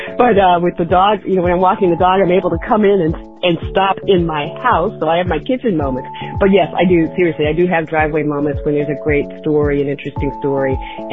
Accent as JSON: {"language": "English", "town": "Oviedo", "region": "Florida", "country": "United States", "said": "from Oviedo."}